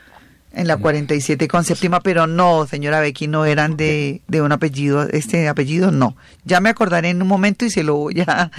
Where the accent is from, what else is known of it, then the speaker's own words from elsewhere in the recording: Bogotá, Colombia; born there; Yo nací aquí en Bogotá, pero mis padres son de origen campesino.